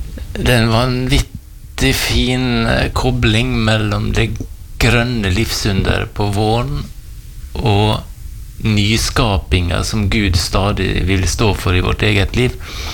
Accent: Valderøya, Møre og Romsdal, Norway; Opprinnelig så kommer jeg fra Valdrøya.

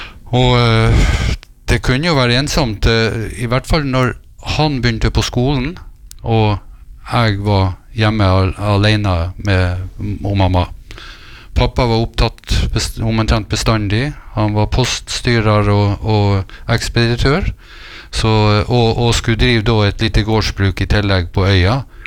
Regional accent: Lødingen, Nordland, Norway; now in Vestnes, Norway; Ja da, jeg kommer fra Lødingen kommune, Lødingen Vestbygd, og det ligger I Vesterålen region, og jeg kommer fra Øksneshamn, som helt ut på enden av kommunen.

